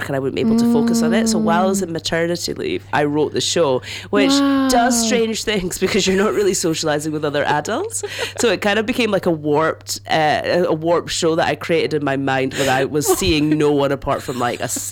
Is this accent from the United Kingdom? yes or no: yes; Scotland, United Kingdom; moved away as an adult; also born or lived in London / New Zealand; now in Wellington, New Zealand; I am a comedian, lives in Wellington, but I'm Scottish, which is why Liv wants to do my accent. So I was born and raised in Scotland, and I moved to London for about 12 years, and then I moved to New Zealand 5 years ago now.